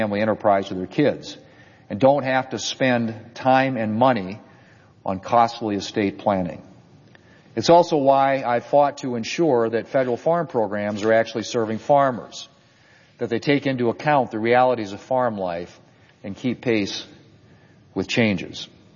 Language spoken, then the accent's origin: English; Myrtle, United States; I think a lot of my political beliefs have their roots in growing up in Myrtle